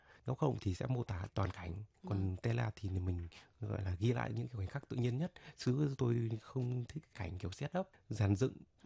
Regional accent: Thái Bình, Vietnam; tôi đã đi xe máy từ Thái Bình sang

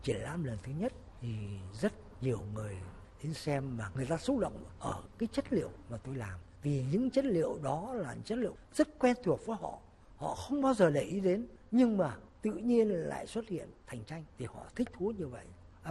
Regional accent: Bac Giang, Vietnam; born there; now in Hanoi, Vietnam; quê tôi là ở Bắc Giang. Thế bây giờ tôi sống ở Hà Nội cũng lâu rồi, từ năm 51 cơ.

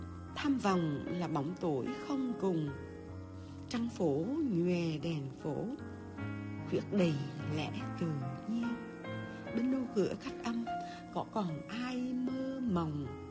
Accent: Hue, Thừa Thiên Huế, Vietnam; Tôi là người Huế, tôi cảm nhận bài thơ về Huế, một bài thơ rất là gần gũi với người Huế, chạm được tâm hồn Huế.

